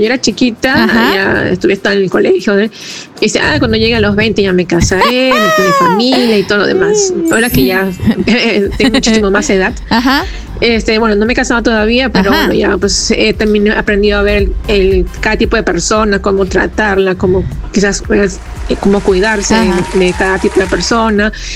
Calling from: Ventanilla, Callao, Peru; de Ventanilla.

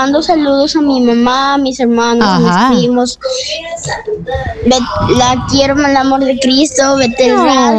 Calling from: Paita, Piura, Peru; soy de Paita.

